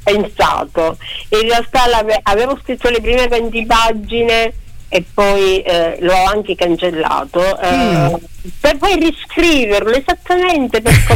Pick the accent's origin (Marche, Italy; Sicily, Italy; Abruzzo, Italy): Sicily, Italy; Io sono siciliana, vengo da una tradizione familiare molto, sai